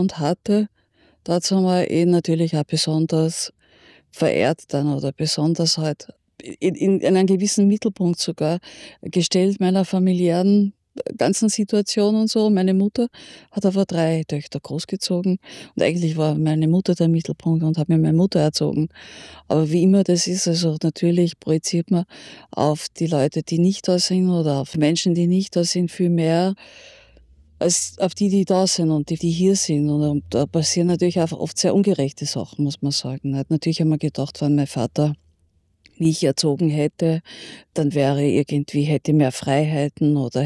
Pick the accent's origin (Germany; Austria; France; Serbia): Austria; Linz, Upper Austria; born or raised there; moved away as an adult; now in Vienna, Austria